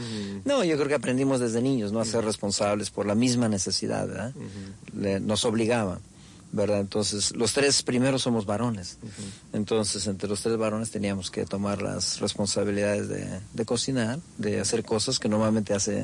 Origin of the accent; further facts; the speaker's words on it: Mexico City, Mexico; Bueno, yo soy mexicano, vengo de una familia grande en la ciudad, nací en la Ciudad de México.